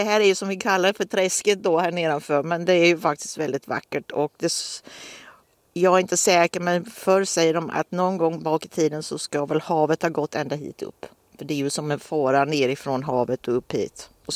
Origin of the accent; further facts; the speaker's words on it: Djupträsk, Sweden; moved away; jag har ju bott här när jag var liten och växte upp här. Och sen har jag varit borta härifrån typ 30-40 år. Jag bodde någon annanstans ett tag. Men nu, efter alla dessa år, så är jag tillbaka hemma.